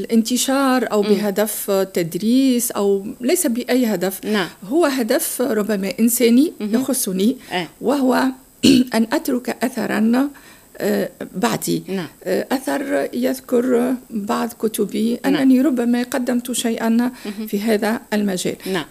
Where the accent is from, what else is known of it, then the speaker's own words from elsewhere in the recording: Tunisia; أعيشه أنا كتونسية